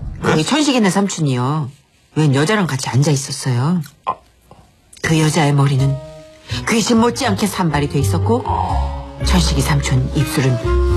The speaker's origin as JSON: {"language": "Korean", "region": "Busan", "country": "South Korea", "tie": "born or raised there", "said": "제가 어릴 적 살았던 부산엔 애기소라는 계곡이 있어요."}